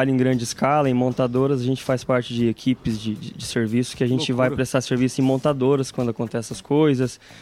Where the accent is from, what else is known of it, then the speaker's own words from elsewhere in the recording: Mogi Guaçu, São Paulo, Brazil; sou de Mogi Guaçu, né?